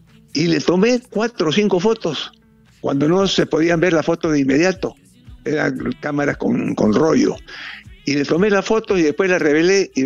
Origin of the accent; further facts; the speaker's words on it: Peru; a mí me dio mucho gusto como peruano